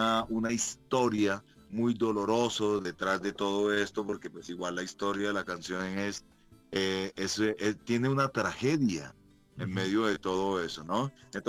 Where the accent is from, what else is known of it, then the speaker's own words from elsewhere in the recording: Bogotá, Colombia; also born or lived in Valledupar; yo todo el tiempo me crié aquí en Bogotá